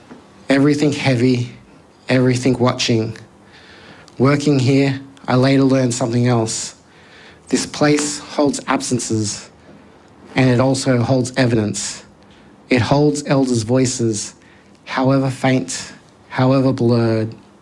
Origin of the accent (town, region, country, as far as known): New South Wales, Australia; born or raised there